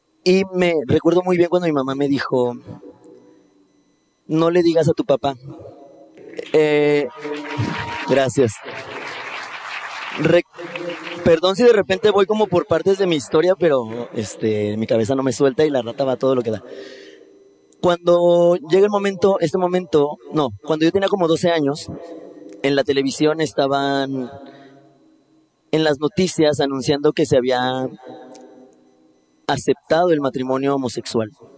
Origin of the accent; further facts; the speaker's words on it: Morelia, Michoacán, Mexico; director del Hospital Civil de Morelia, yo soy de Morelia